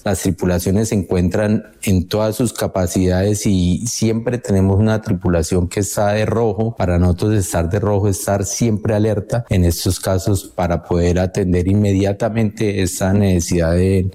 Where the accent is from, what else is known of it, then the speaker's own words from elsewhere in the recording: Manizales, Caldas, Colombia; Yo soy de Manizales.